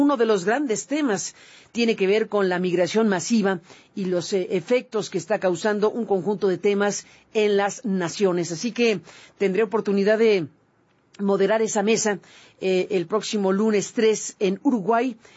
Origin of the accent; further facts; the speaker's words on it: Mexico; a mí como periodista mexicana